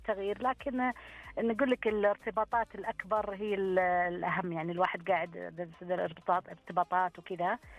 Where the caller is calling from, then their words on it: Riyadh, Riyadh Province, Saudi Arabia; أنا من الرياض